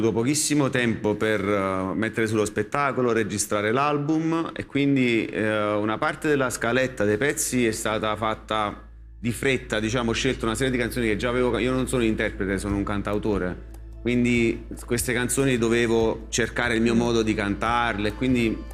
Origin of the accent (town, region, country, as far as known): Naples, Campania, Italy